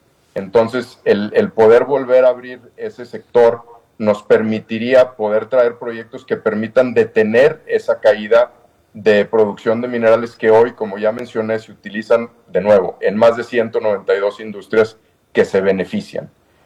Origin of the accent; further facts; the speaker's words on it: Mexico; los primeros beneficiados de la posibilidad de volver a abrir el sector minero somos los mexicanos.